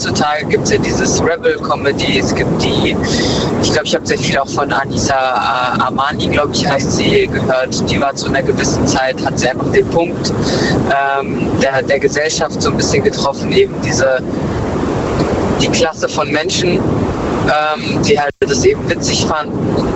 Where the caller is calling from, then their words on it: Frankfurt, Hesse, Germany; Aus Frankfurt.